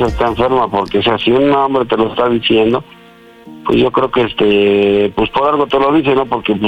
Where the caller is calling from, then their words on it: Nezahualcóyotl, State of Mexico, Mexico; yo tengo 47 años y soy de aquí de Ciudad Neza.